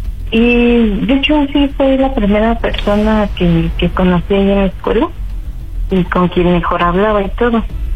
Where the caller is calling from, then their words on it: Tecámac, State of Mexico, Mexico; soy de Tecama.